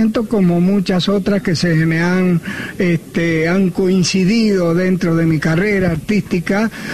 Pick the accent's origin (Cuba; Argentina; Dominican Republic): Argentina